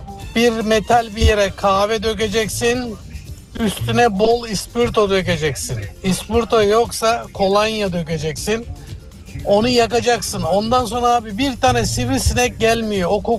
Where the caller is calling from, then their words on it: Berlin, Germany; Günaydın Serdar, ben Berlin'den.